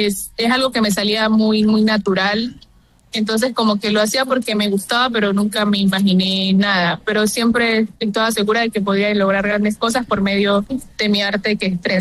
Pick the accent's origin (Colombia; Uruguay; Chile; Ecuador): Colombia; Entonces es algo que siento que nos, como colombianos, nos representa mucho